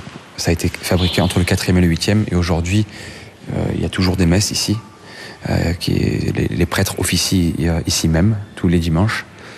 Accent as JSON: {"language": "French", "town": "Marseille", "region": "Provence-Alpes-Côte d'Azur", "country": "France", "said": "Je suis de Marseille, on en a 12 à Marseille."}